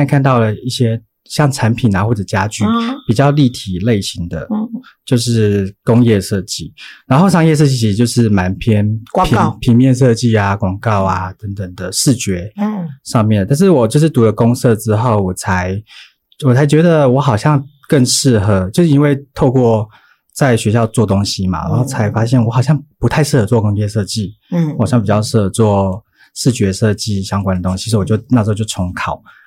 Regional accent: Taichung, Taiwan; moved away as an adult; 因为我又在台北读书，因为我台中人。

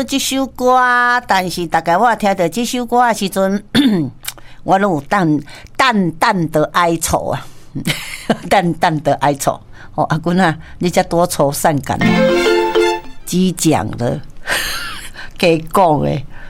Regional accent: Kaohsiung, Taiwan; 我们高雄人

